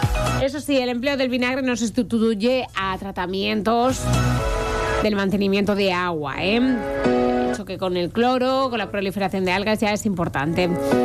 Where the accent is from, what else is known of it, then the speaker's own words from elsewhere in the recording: Spain; Pues como somos los españoles en general.